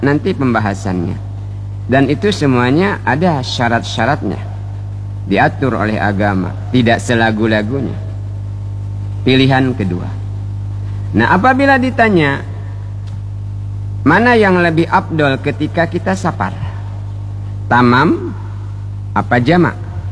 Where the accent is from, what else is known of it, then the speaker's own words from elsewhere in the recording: Bangka Belitung Islands, Indonesia; kita orang Bangka